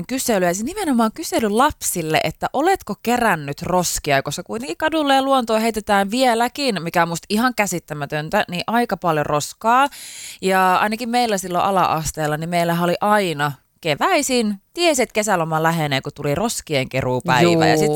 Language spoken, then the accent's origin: Finnish; Jyväskylä, Central Finland, Finland; silloinkin kun mä kasvoin Jyväskylässä, niin meillä oli semmoinen niinku metsäalue siinä.